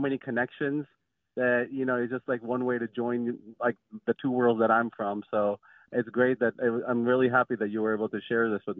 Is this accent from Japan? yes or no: no; India; now in Cape Cod, United States; I was born in India and I grew up there, and I kind of grew up in a region where like literacy wasn't super high.